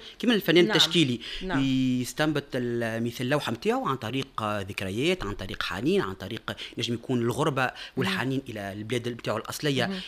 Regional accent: Tunisia; عندنا مواد طبيعيه ما شاء الله في تونس،

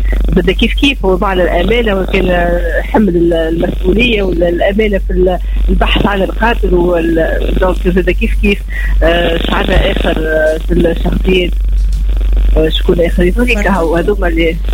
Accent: Tunisia; موجود عندنا في تونس

